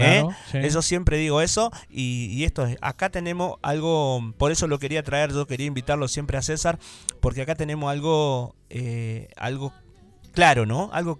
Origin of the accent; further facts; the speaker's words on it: Reconquista, Santa Fe, Argentina; yo soy un orgulloso de Reconquista